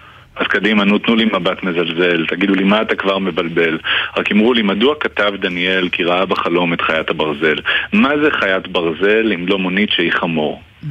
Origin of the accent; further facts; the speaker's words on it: Jerusalem, Jerusalem District, Israel; לא, אני גדלתי בירושלים, ירושלים, כל הזמן, רגע לפני גאולה, אנחנו ממש מתורגלים בתחושה הזאת